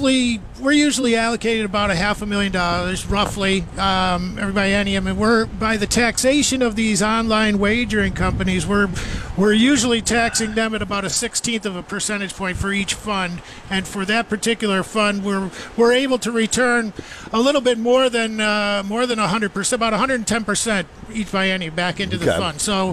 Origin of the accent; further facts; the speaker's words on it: Chicago, Illinois, United States; also born or lived in Caribbean; A little bit, yeah, but I was from Chicago originally.